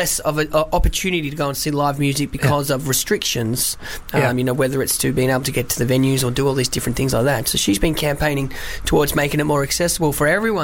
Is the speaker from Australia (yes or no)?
yes; Melbourne, Victoria, Australia; in my high school where I grew up in Melbourne